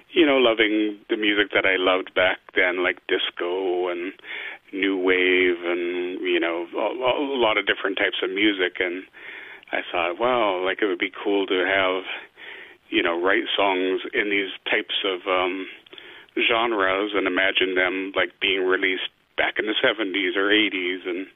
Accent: Vancouver, British Columbia, Canada; I was raised here in Vancouver, the youngest of 11 children. So, I became, I guess, very urbanized, and my elder siblings were taught the language and spoke the language

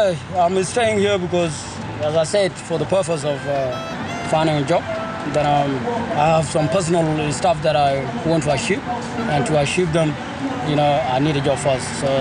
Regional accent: South Sudan; born there; moved away as an adult; I'm from South Sudan. That's where I was born.

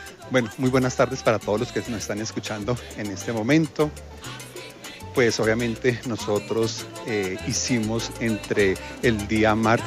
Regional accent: Colombia; todos somos colombianos y para eso estamos, para ayudarnos.

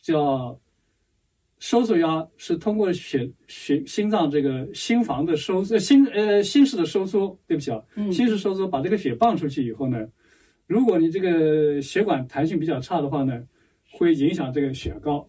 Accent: China; 特别我们中国人吃东西讲究

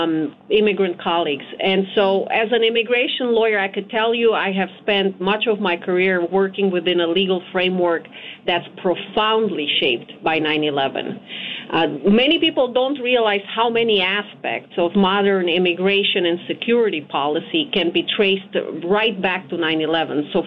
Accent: Romania; now in Connecticut, United States; I'm originally from Romania, so I speak Romanian, English, Spanish, which comes in handy these days, and French fluently.

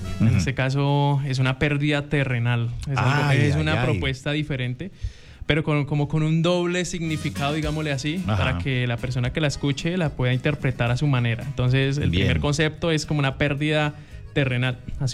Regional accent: Solita, Caquetá, Colombia; also born or lived in Neiva; now in Ibagué, Colombia; Soy del sur del Caquetá, del sur, de un pueblito que se llama Solita Caquetá. Queda a la margen del río Caquetá. Pues allá pues tuve toda mi infancia

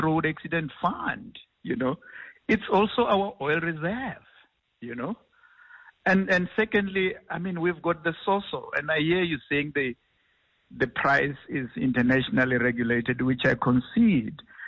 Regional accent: South Africa; We need to ask these questions as South African, because the current government has just kind of squandered whatever little cushioning we had.

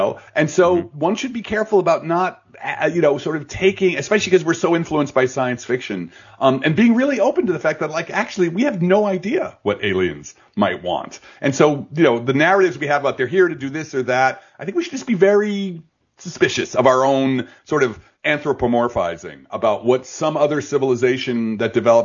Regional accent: Belleville, New Jersey, United States

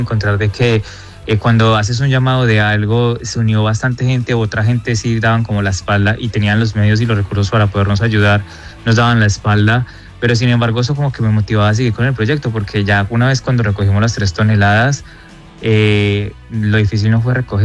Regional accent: Pereira, Risaralda, Colombia; now in Barcelona, Spain; yo soy de Pereira y realmente como que viví eso muy de cerca

